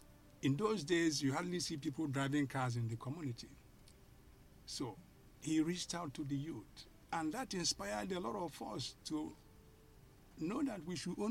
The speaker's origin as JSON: {"language": "English", "town": "Inyi", "region": "Enugu State", "country": "Nigeria", "tie": "born or raised there", "moved": "yes", "lives_now": "United States", "said": "my community, Inyi."}